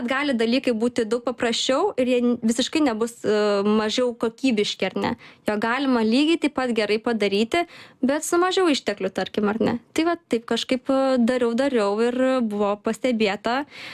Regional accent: Kuršėnai, Šiauliai County, Lithuania

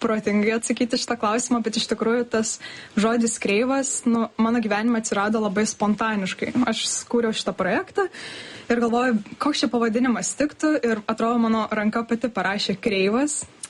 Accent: Kaunas, Kaunas County, Lithuania; Tai aš iš Kauno tiesiog norėjau bė

